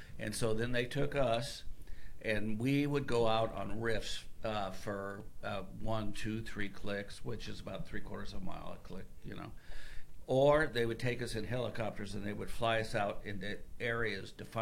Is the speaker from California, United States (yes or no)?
yes; Ventura, California, United States; I was raised in Ventura.